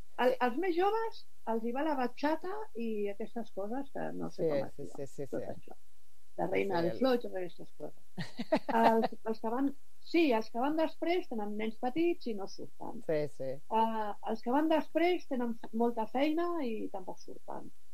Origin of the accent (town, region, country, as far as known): Barcelona, Catalonia, Spain